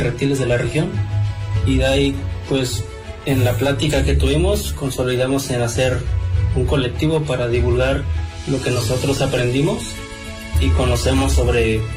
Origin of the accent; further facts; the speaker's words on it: Acatlán de Osorio, Puebla, Mexico; soy biólogo, soy de aquí de Acatlán de Osorio